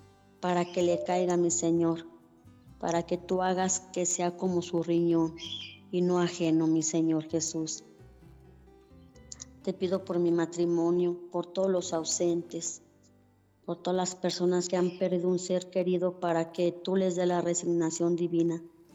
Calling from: Ocotlán, Jalisco, Mexico; De aquí de Ocotlán, Jalisco.

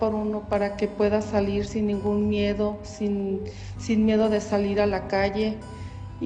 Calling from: Lagos de Moreno, Jalisco, Mexico; Lagos de Moreno.

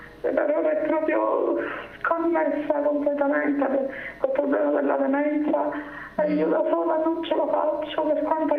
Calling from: Palermo, Sicily, Italy; siamo da Palermo.

